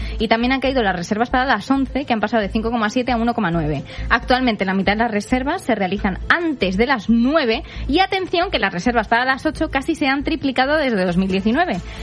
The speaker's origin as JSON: {"language": "Spanish", "country": "Spain", "said": "los españoles somos europeos"}